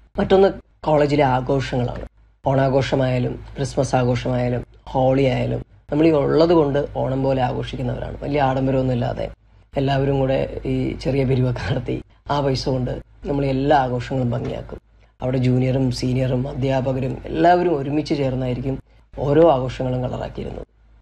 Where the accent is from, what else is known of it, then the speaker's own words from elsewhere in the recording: Balaramapuram, Kerala, India; തിരുവനന്തപുരം ബാലരാമരം സ്വദേശിയാണ്. ഞാൻ ഡിഗ്രി പഠിച്ചത് തിരുവനന്തപുരം യൂണിവേഴ്സിറ്റി കോളേജിലാണ്.